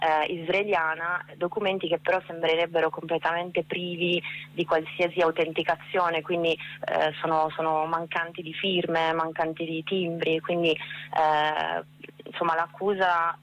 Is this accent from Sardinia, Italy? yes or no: yes; Sardinia, Italy; noi anche come sardi abbiamo il dovere di fare questo, non solo per la nostra terra